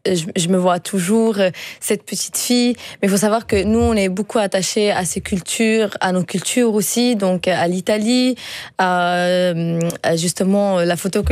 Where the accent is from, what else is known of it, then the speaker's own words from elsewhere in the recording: Belgium; lorsqu'on est belge aussi, ça permet aussi d'avoir cette ouverture-là envers le monde extérieur, et en plus de ça, de parcours que j'ai eu en Amérique, quoi.